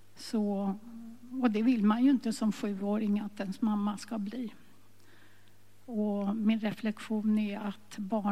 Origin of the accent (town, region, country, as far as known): Stockholm, Stockholm County, Sweden; born or raised there